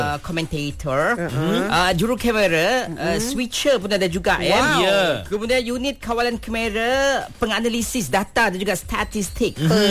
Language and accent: Malay; Perlis, Malaysia; Hang yang dengar kami ni orang Perlis, hok masuk sekarang ni.